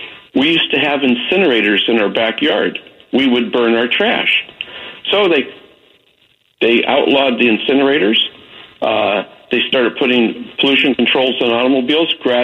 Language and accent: English; Glendale, California, United States; I remember growing up in Glendale, California in the 1950s